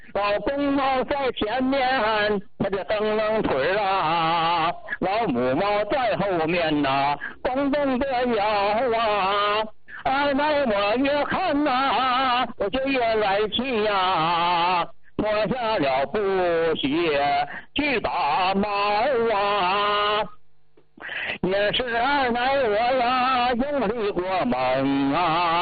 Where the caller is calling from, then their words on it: Changchun, Jilin, China; 啊，我是长春的。